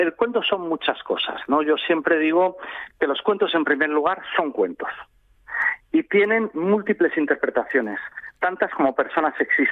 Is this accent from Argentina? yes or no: no; Spain; A mí me ha tocado sufrirlo como trabajador español del mundo de la cultura en el norte de Europa, simplemente por hablar en español y tener la piel un poco más oscura que otros europeos